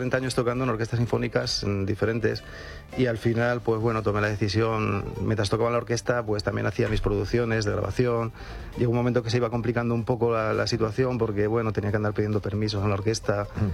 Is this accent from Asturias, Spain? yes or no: yes; Avilés, Asturias, Spain; En Avilés, que yo soy de Avilés, y en esa ciudad se festeja mucho la Semana Santa, y era algo que me llamaba mucho la atención.